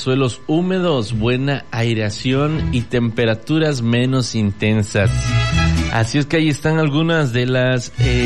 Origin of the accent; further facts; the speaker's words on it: Mexico; esos temas musicales que nos representan como buenos mexicanos